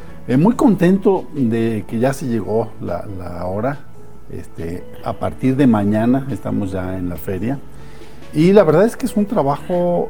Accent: Querétaro, Mexico; somos puros libreros queretanos

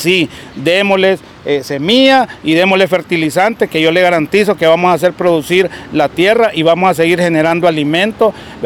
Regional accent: Honduras; ni como hondureños ni como plataforma

